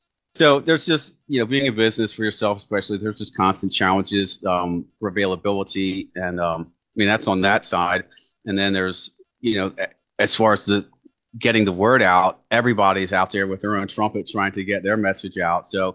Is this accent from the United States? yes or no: yes; Maryland, United States; And then, so I'm from Maryland